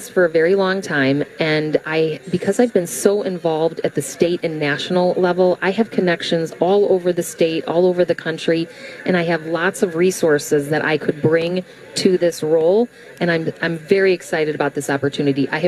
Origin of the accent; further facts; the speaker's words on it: Chicago, Illinois, United States; Well, I've got my chops in Chicago and Cook County.